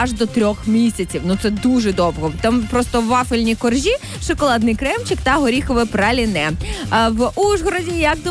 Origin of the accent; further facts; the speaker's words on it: Zaporizhzhia, Zaporizhzhia Oblast, Ukraine; Я пам'ятаю, з Запоріжжя.